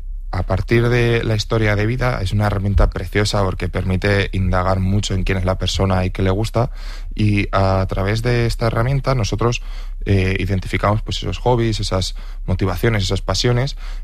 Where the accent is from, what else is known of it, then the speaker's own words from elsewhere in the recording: Ayora, Valencian Community, Spain; crecimos en Ayora, en un pueblo pequeñito